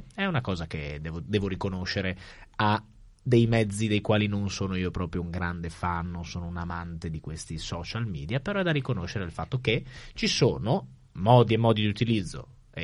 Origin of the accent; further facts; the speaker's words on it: Friuli-Venezia Giulia, Italy; del Friuli, della nostra regione.